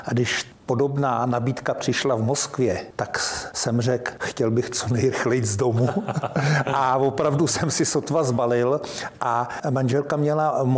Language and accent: Czech; České Budějovice, South Bohemian Region, Czechia; born there; now in Prague, Czechia; Já jsem se narodil v Českých Budějovicích